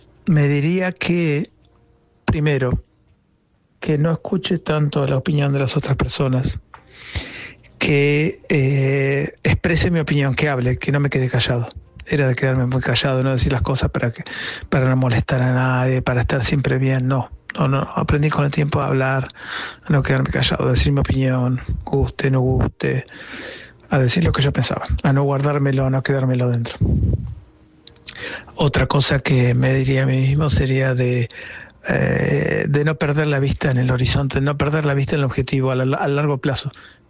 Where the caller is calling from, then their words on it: Montreal, Quebec, Canada; Desde Montreal.